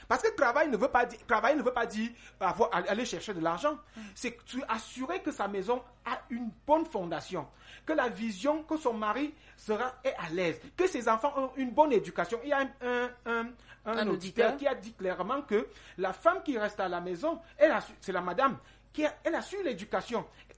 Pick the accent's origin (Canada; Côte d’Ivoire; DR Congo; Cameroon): Cameroon; telle que nous sommes Camerounais.